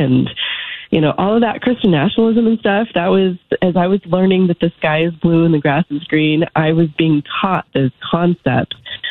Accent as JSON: {"language": "English", "region": "Arizona", "country": "United States", "tie": "born or raised there", "said": "here in my home state in Arizona."}